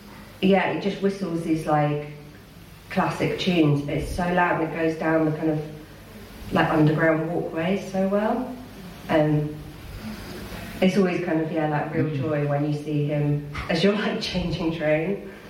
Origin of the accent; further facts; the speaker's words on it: East of England, United Kingdom; now in London, United Kingdom; I'm down from London, but I'm from Essex.